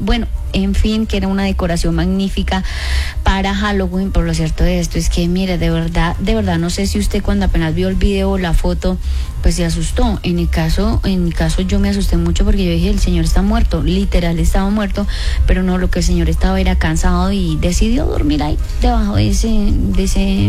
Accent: Colombia; como somos los colombianos también

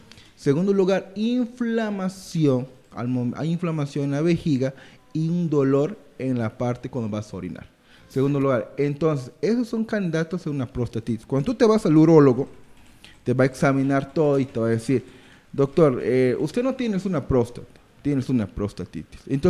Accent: Peru; now in Colombia; Soy médico peruano.

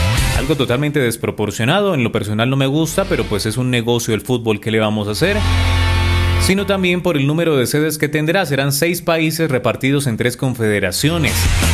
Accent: Colombia

